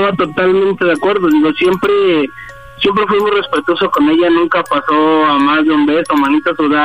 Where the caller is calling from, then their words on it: Mexico City, Mexico; De 36 años, soy de Iztapalapa.